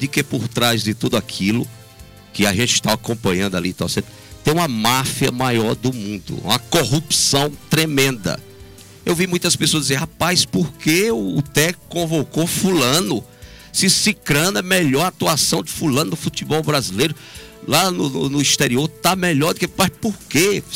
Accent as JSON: {"language": "Portuguese", "country": "Brazil", "said": "eu sou brasileiro"}